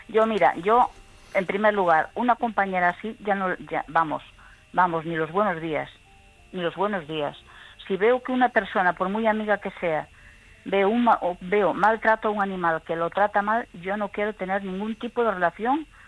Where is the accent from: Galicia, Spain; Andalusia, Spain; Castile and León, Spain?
Galicia, Spain; La Lanzada